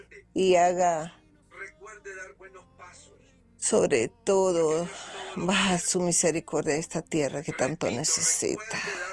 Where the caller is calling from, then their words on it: Tegucigalpa, Francisco Morazán, Honduras; Le hablo de Tegucigalpa.